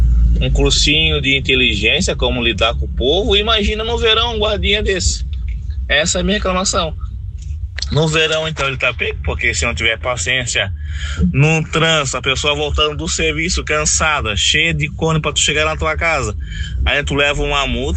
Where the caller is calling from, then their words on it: Balneário Camboriú, Santa Catarina, Brazil; de Balneário Camboriú.